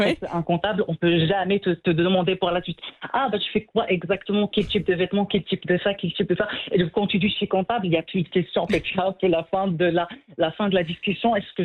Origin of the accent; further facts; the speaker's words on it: Morocco; c'est nos contradictions en tant qu'humains, en tant que Marocains